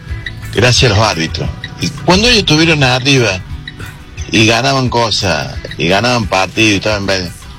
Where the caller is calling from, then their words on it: Bella Vista, Córdoba, Argentina; de Bellavista, 286